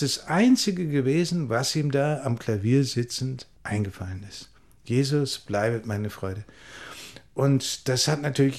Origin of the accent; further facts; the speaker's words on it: North Rhine-Westphalia, Germany; now in Klausen, Italy; ich bin im Ruhrgebiet groß geworden.